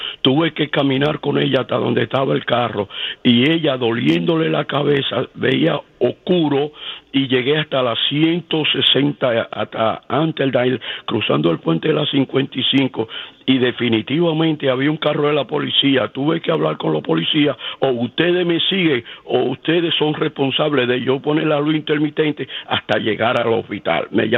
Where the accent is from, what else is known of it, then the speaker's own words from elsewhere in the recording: Santo Domingo, National District, Dominican Republic; Sencillamente del San Carlos, de la capital.